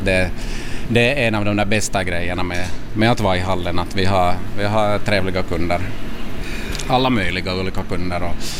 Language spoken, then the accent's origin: Swedish; Vaasa, Ostrobothnia, Finland; also born or lived in Italy; och mamma från Vasa. Jag levde några år i Italien också när jag var liten, men största delen av livet har jag vuxit upp ändå här i Finland och i Vasa just.